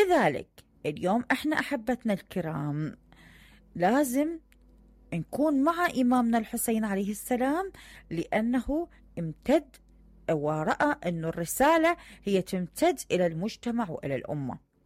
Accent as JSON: {"language": "Arabic", "country": "Iraq", "accent": "Iraqi", "said": "خلينا نقول بلهجتنا العراقية"}